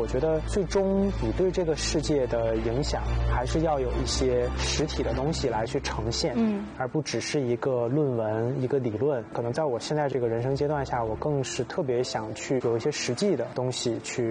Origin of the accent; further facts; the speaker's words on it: Hebei, China; moved away as an adult; 我其实是出生于中国一个可能三线城市的一个很普通的家庭，在上大学前一共离开河北省可能都没有几次吧。我们离北京很近，